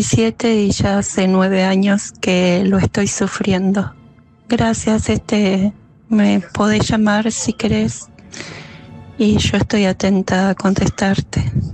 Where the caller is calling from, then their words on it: Pilar, Buenos Aires Province, Argentina; de Pilar.